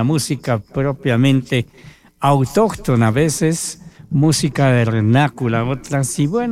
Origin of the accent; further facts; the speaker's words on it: Ecuador; como ecuatorianos que somos